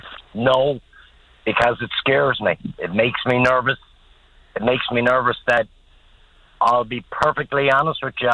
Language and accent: English; Newfoundland and Labrador, Canada; I truly hope that they have the courage today to vote by way of being a Newfoundlander.